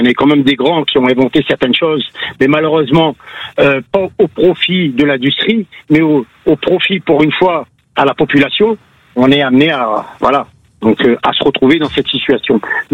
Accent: Réunion, France; now in Canet-en-Roussillon, France

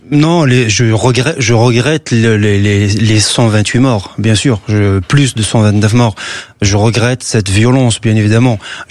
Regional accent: Kabylie, Algeria; moved away as an adult; now in France; en 2001, justement, j'avais 18 ans et avec mes camarades, avec toute la jeunesse kabyle en Algérie

